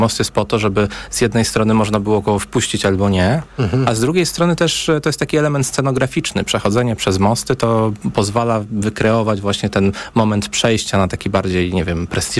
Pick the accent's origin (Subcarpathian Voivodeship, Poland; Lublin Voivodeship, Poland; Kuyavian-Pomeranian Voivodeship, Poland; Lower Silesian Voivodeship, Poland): Lower Silesian Voivodeship, Poland; Wrocław; ja jestem z Wrocławia.